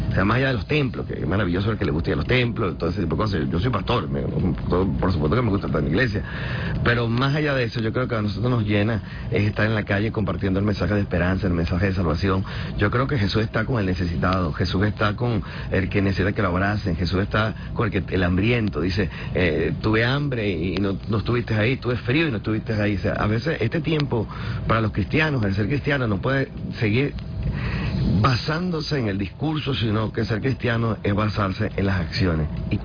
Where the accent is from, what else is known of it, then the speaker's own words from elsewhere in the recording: Venezuela; en medio de toda la aflicción que nos ha tocado vivir como pueblo venezolano